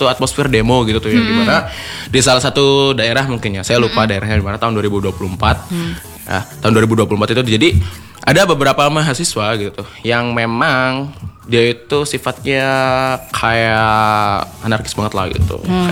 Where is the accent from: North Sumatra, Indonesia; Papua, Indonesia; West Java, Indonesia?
West Java, Indonesia; Klangenan; kita orang Klangenan.